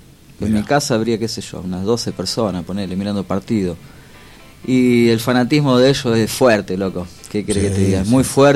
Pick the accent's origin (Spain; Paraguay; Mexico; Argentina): Argentina; now in Brazil